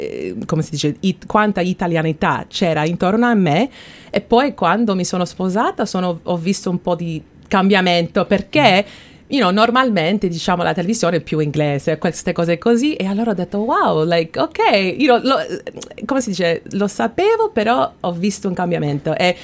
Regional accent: Canada; io sono nata, cresciuta in Canada, però sono vissuta dentro un piccolo Italia nella casa mia, perché il cibo, la musica, la televisione, la lingua, tutto in italiano sempre.

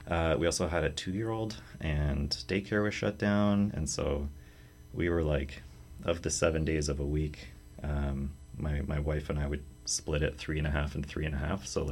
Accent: Ontario, Canada; We're both originally from Ontario.

